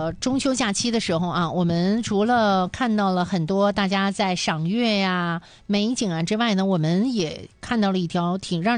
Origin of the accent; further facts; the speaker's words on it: Dalian, Liaoning, China; 对咱们大连人来讲呢